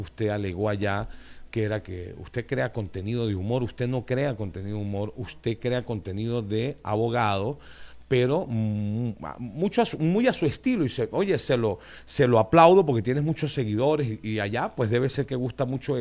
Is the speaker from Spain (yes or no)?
no; Venezuela; nosotros venezolanos no tenemos rencor.